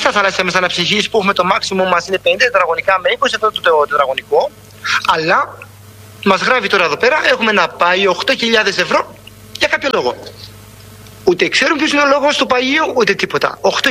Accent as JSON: {"language": "Greek", "town": "Stegna", "region": "South Aegean", "country": "Greece", "tie": "born or raised there", "said": "Με τον μπαμπά μεγάλωσα στα Στεγνά."}